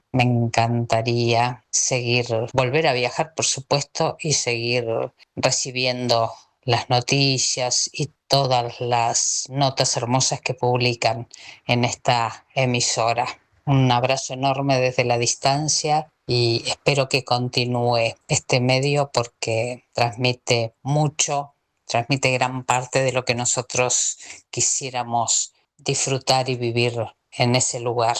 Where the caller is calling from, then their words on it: Mar del Plata, Buenos Aires Province, Argentina; siempre los escucho desde mi ciudad, Mar del Plata, Argentina. Soy descendiente de checos